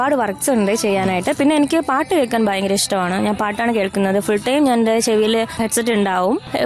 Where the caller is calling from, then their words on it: Thiruvananthapuram, Kerala, India; ട്രിവാൻഡ്രം തന്നെയാണ്.